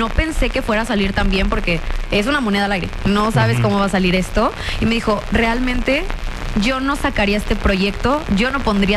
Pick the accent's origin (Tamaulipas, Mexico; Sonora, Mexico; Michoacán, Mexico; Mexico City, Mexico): Tamaulipas, Mexico; Reynosa; also born or lived in Monterrey; De Monterrey para el mundo, sí. No, pero a ver, todos piensan en que soy también de Tamaulipas porque me crié en frontera.